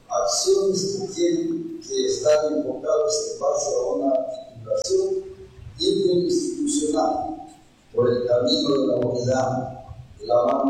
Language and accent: Spanish; Peru